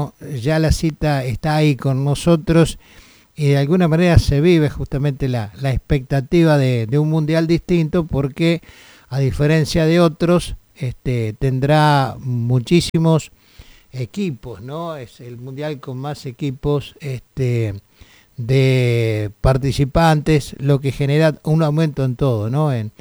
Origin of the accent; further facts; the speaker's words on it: Argentina